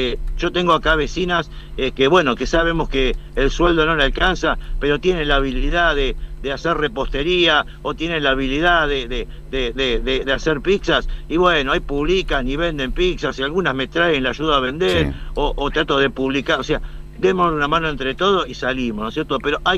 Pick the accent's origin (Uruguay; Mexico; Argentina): Argentina; El argentino, soy argentino, los argentinos siempre somos optimistas, ¿no es cierto?